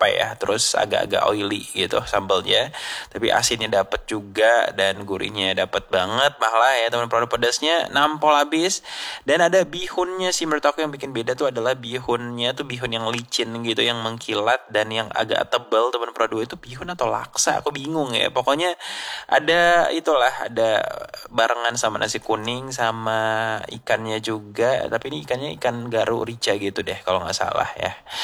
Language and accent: Indonesian; Ternate, North Maluku, Indonesia; di kampungku di Sosio